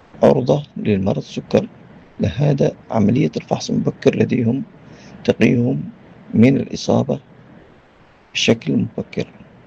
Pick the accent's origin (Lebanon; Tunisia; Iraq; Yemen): Yemen